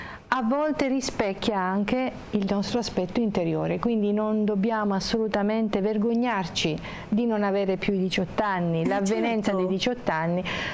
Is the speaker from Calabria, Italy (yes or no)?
yes; Reggio Calabria, Calabria, Italy; born there; moved away as an adult; now in Loreto, Italy; tutti i miei familiari materni sono di Loreto, ma sono nata a Reggio Calabria perché mio papà è di Reggio Calabria ha incontrato mamma durante la guerra.